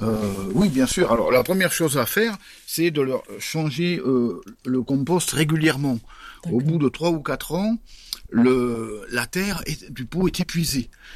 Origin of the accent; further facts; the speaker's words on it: Nouvelle-Aquitaine, France; un très bon producteur dans les Landes, chez nous, dans la Gironde.